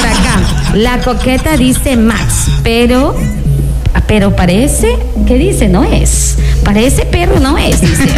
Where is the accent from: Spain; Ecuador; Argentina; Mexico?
Ecuador; Háblame en español, porque aquí somos ecuatorianos todos. Hablamos en español.